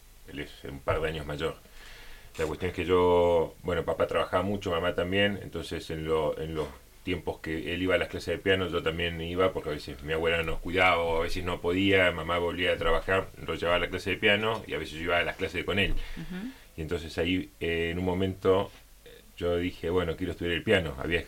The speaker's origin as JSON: {"language": "Spanish", "region": "Córdoba", "country": "Argentina", "lives_now": "Buenos Aires, Argentina", "said": "Fui limpiando un poquito el acento."}